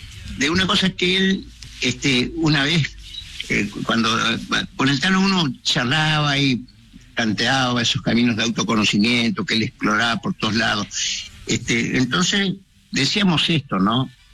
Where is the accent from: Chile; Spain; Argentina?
Argentina; Curuzú Cuatiá, Corrientes; Si yo vuelvo a mi pueblo, a Curuzucuatía, y me encuentro con quien tenía conmigo cuando yo tenía 14 años, le daría pelota.